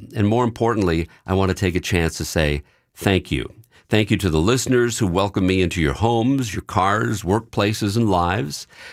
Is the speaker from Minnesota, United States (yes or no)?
yes; Minnesota, United States; I grew up in Minnesota, where I spent my time playing hockey, playing trumpet, and hearing the occasional comment that I sounded like a radio announcer.